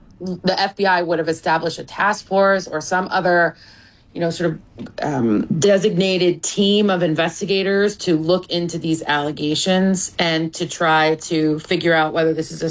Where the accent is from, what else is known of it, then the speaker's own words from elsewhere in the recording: Cleveland, Ohio, United States; there's a pending case of former Cleveland Guardians players in my hometown of Cleveland, Ohio